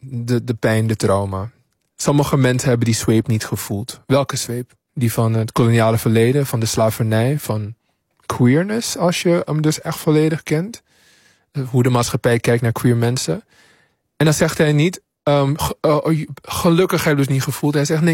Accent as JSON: {"language": "Dutch", "country": "Suriname", "tie": "born or raised there", "said": "Toen ik in Suriname opgroeide op de middelbare school, ging het vooral over zijn taal, het ging over zijn postkoloniale denken."}